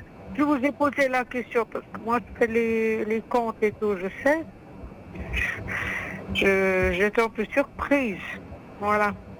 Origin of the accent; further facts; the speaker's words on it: France; je lui ai dit, Nino, je suis quelqu'un de France.